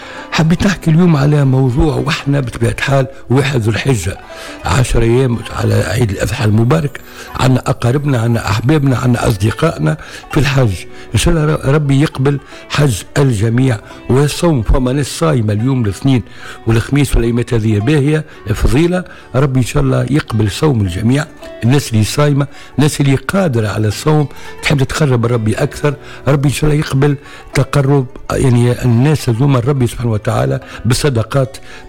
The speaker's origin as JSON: {"language": "Arabic", "country": "Tunisia"}